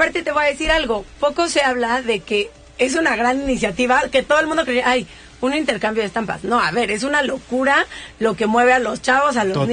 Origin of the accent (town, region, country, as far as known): Mexico